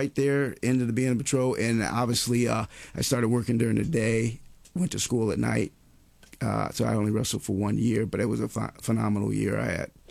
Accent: Akron, Ohio, United States; Now, I come from Akron, very small community.

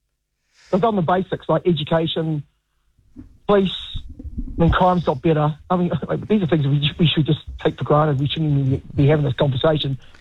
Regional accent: Wellington, New Zealand; you know, again, I'm from Wellington. Handbrake's been put on Wellington now.

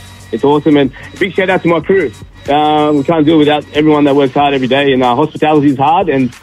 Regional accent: Dapto, New South Wales, Australia; You know, I'm a Dapto boy. You know, I grew up in Dapto and Kinawara

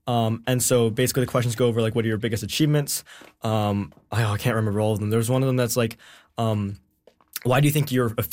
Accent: Vancouver, British Columbia, Canada; born there; now in Victoria, Canada; I'm choosing to stay in Victoria because I just love the city so much. I was born in Vancouver, but I moved here in like 2017.

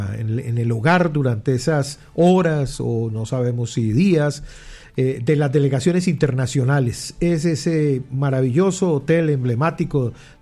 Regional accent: Cali, Valle del Cauca, Colombia; Sí, Cali es bonita y se siente, sentimos ese placer de nuestra ciudad

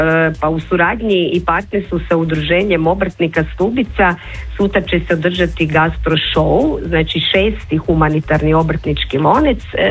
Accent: Krapina-Zagorje County, Croatia; stvarno ko dođe uvijek uživa kod nas u Gubčevom kraju.

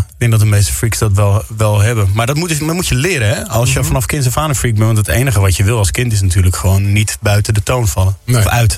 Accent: Amsterdam, North Holland, Netherlands; Ik kom uit de Pijp en ik zat in de Diamantbuurt op school.

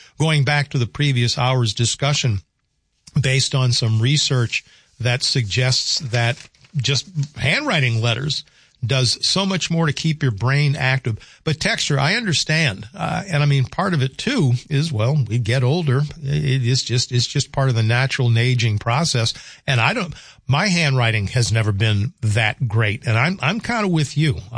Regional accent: the South, United States; growing up in the South

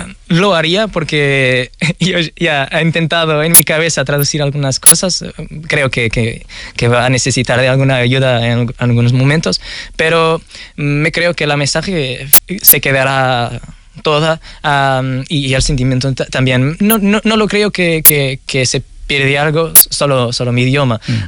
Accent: Portugal; moved away; me creo que soy artista que soy hoy porque salí de Portugal, salí de mi tierra.

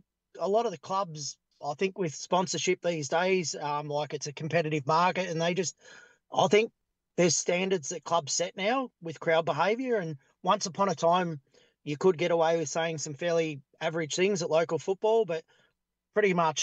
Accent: Morwell, Victoria, Australia; I grew up in Morwell from I spent time from the age of 5 to 25 in Morwell. I'm a Morwell Park Primary School student myself.

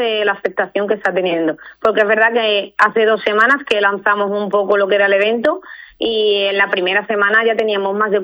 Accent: Lantejuela, Andalusia, Spain; born there; un niño de mi pueblo, que yo soy de Lantejuela en realidad

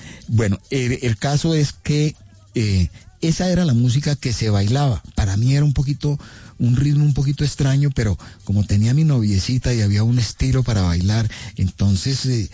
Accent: Quibdó, Chocó, Colombia; me acuerdo de cuando se me cayó cuando era niño, cuando estaba en Quibdó

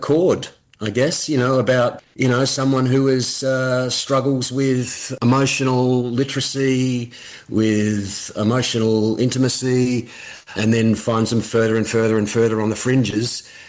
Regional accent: Adelaide, South Australia, Australia; But growing up in Adelaide, the surf is marginal, close by.

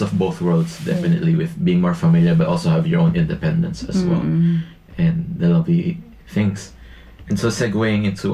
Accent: Manila, Metro Manila, Philippines; now in Tasmania, Australia; One memory to point out is because I'm from Manila, so very urban.

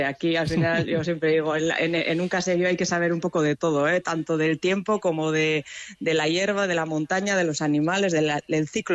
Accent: Zarautz, Basque Country, Spain; born there; soy de Zarauz de nacimiento y siempre he vivido en una casa

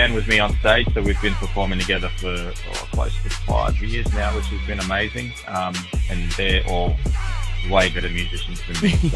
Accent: Darwin, Northern Territory, Australia; now in Adelaide, Australia; I'm an Aboriginal and Torres Strait Islander person, so yeah, we grew up in Darwin, but we grew up on fish.

